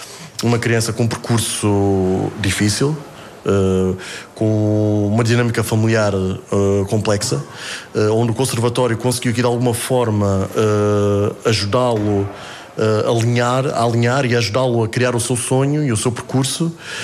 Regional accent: Alentejo, Portugal; moved away; Eu sou alentejano, eu sou de Alstrela e cheguei aqui ao conservatório em 2010.

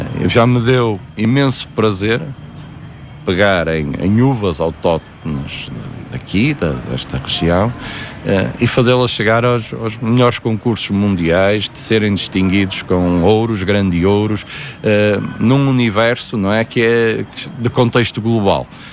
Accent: Marco de Canaveses, Porto, Portugal; now in Amarante, Portugal; Eu sou natural do Mar Canaves, um concelho vizinho, mas, por ironia do destino, vim parar a Amarante, a Gatão, em específico

